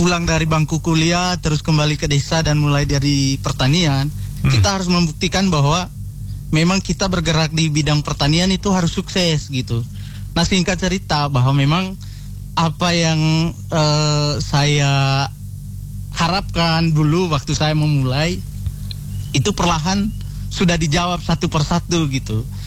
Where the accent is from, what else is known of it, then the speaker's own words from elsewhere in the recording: East Nusa Tenggara, Indonesia; karena doktrin tadi masih melekat dalam diri saya sebagai orang Flores gitu.